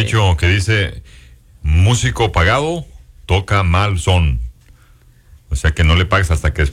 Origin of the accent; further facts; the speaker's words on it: Mexico; now in United States; la mayoría de los que predominamos aquí en los Estados Unidos somos mexicanos.